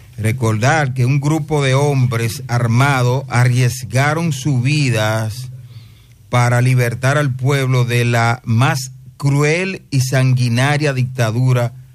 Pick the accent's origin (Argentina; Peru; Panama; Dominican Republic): Dominican Republic; San Fernando de Monte Cristi, Monte Cristi; born there; San Fernando de Montecristi, mi pueblo natal. Capital de la provincia de Montecristi, pueblo histórico situado en la costa noroeste de la República Dominicana, una verdadera joya del el ecoturismo